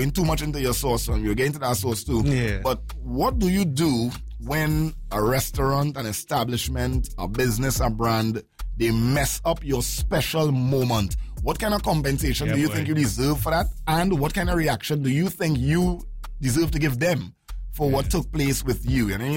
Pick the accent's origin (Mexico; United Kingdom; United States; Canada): United Kingdom; England; Because I'm an Englishman, right?